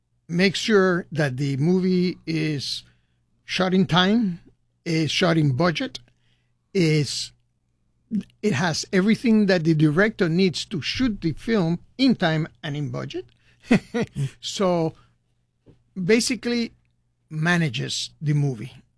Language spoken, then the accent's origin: English; Peru; moved away; I grew up in Peru. Never been a big avid bullfighter, but I've been to bullfights. There's no way you can grow in Peru and not have seen one.